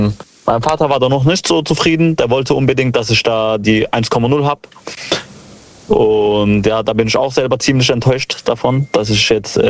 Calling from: Mannheim, Baden-Württemberg, Germany; Also, ich komme aus Mannheim, das kann ich schon mal sagen.

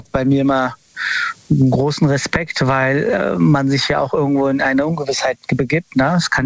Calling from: Frankfurt, Hesse, Germany; Ich komme aus Frankfurt.

